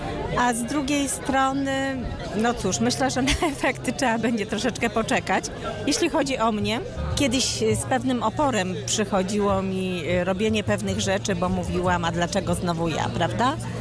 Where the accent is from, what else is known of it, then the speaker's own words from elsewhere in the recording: Oleśnica, Lower Silesian Voivodeship, Poland; also born or lived in Wrocław; now in Borowa, Poland; Pochodzę z Oleśnicy, mieszkałam we Wrocławiu. A na stałe teraz już znalazłam swoje miejsce z rodziną właśnie w takiej małej miejscowości Borowa. Borowa Oleśnicka